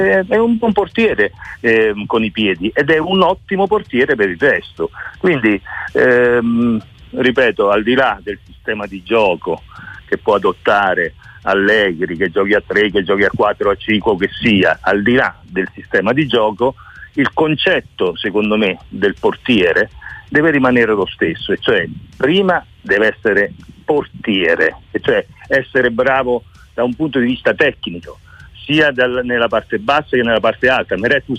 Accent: Naples, Campania, Italy; per noi napoletani

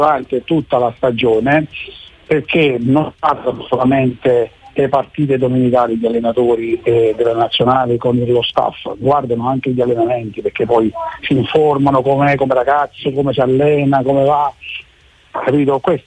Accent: Naples, Campania, Italy; Da buon napoletani scaramantici che siamo, tocchiamo corno, cornicello, tocchiamo sale.

